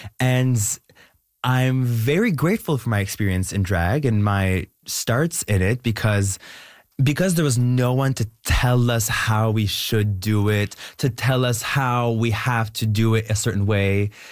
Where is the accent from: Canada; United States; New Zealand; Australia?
Canada